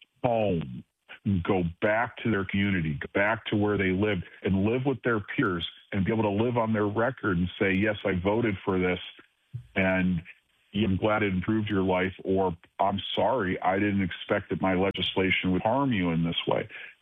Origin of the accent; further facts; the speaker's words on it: Cleveland, Ohio, United States; I remember a guy, Dave Zupan, in Cleveland, Ohio, my hometown, someone I met.